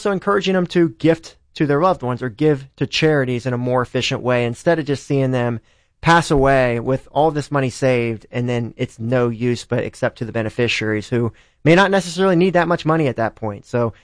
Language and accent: English; Carroll, Ohio, United States; I'm from Carroll, Ohio specifically. So rural community as well. I live downtown now.